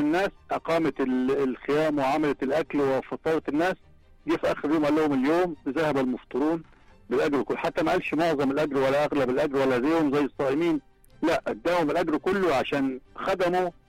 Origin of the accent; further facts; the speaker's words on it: Egypt; عندنا في مصر يعني رقم ضخم من المؤسسات الثقافية